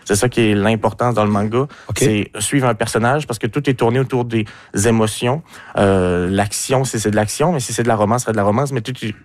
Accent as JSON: {"language": "French", "region": "Quebec", "country": "Canada", "said": "je suis un Québécois qui écrit, je veux que ça soit écrit comme chez moi finalement."}